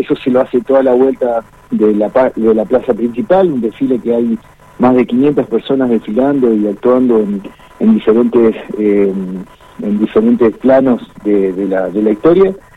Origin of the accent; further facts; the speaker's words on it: Argentina; nos hace fuerte como argentinos